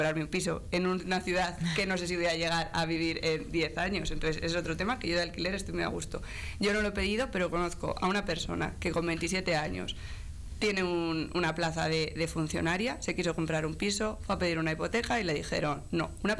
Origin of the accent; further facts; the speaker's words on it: Valladolid, Castile and León, Spain; now in Segovia, Spain; soy de Valladolid, vivo en Segovia y trabajo en Madrid.